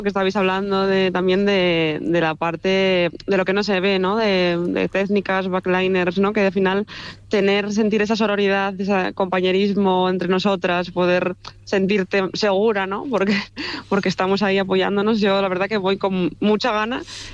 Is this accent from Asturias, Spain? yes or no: yes; Asturias, Spain; mi folclore, ¿no? El de la asturianada